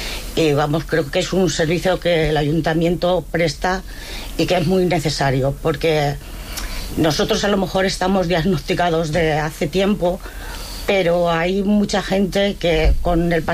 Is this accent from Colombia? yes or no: no; Cuenca, Castilla-La Mancha, Spain; Yo no tengo familia de aquí, soy de Cuenca, por eso entiendo el valenciano, pero hablo castellano, me da vergüenza.